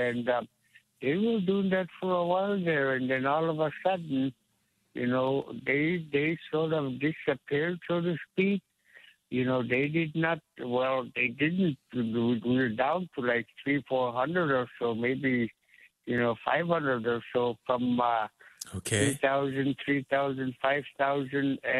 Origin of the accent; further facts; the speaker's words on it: New Stuyahok, Alaska, United States; I am from New Stuyuhok. The way to go down river is what it means in English.